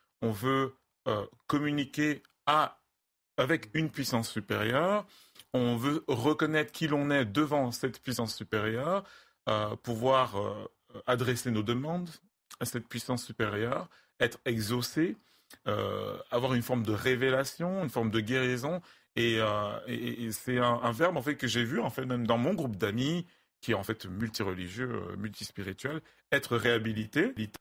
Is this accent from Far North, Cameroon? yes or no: no; West, Cameroon; first language Bamoun; French is a second language; choisir un mot qui, dans la langue Bamoun, désignait littéralement l'esprit qui est partout. Et donc, dans ma langue maternelle, on dit Nini.